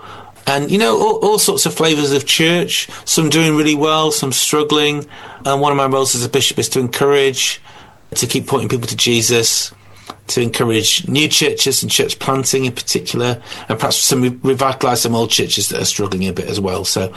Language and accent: English; Doncaster, Yorkshire and the Humber, United Kingdom; also born or lived in York / Sheffield; now in Bolton, United Kingdom; I was brought up in Doncaster, I was just telling you just a bit earlier. So, yeah, most of my life in the north, but particularly the last 30 years or so. And the last couple of years, I've moved over to Greater Manchester and now living in Bolton